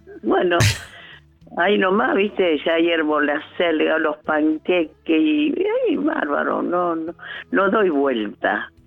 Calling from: Chaco, Argentina; yo soy del Chaco

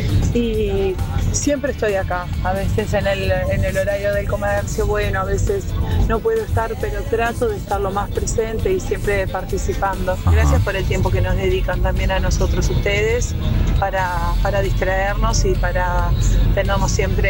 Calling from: Sauce, Canelones, Uruguay; yo vivo en Sauce, Canelones.

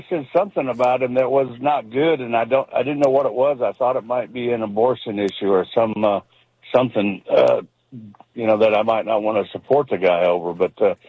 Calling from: Oklahoma, United States

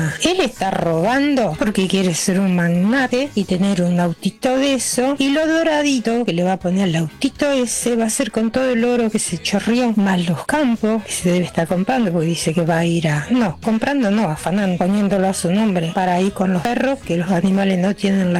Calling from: Luján, Buenos Aires Province, Argentina

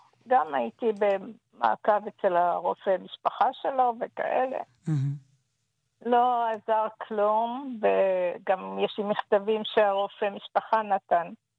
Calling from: Ramat Gan, Tel Aviv District, Israel; אנחנו מרמת גן

